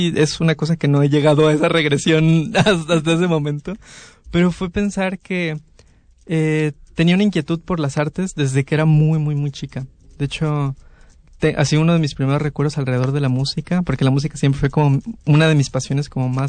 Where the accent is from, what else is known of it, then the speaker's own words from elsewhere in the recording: Rinconada, Veracruz, Mexico; moved away; ese territorio de la infancia, que es Rinconada. Mi familia se dedica y se ha dedicado pues, la mayor parte de su historia a las refaccionarias, a cosas que tienen que ver con autos.